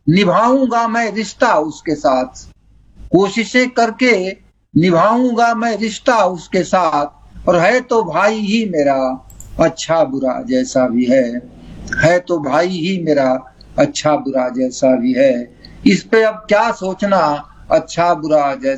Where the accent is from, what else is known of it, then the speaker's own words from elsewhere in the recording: Ballia, Uttar Pradesh, India; born there; now in Greater Noida, India; मेरा जन्म स्थान उत्तर प्रदेश का एक पूर्वी क्षेत्र में एक जिला है बलिया